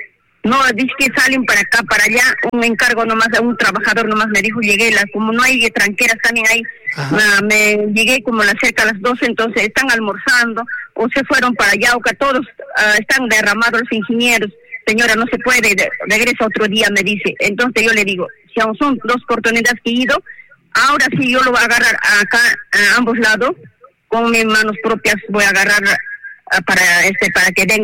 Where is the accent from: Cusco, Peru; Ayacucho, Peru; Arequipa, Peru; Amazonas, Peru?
Ayacucho, Peru; San José; Aló, buenos días, don Alfonso, soy de San José.